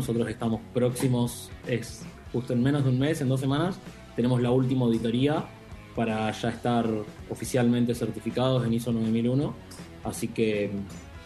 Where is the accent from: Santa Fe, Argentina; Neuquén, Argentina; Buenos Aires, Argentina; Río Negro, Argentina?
Neuquén, Argentina; Nosotros si bien somos neuquinos y fabricamos en Neuquén, enviamos, construimos y montamos en todo el país.